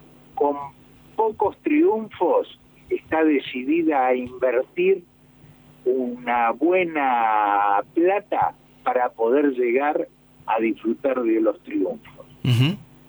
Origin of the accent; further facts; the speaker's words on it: San Isidro, Buenos Aires Province, Argentina; born there; also born or lived in Martínez; nací en San Isidro, viví en Martínez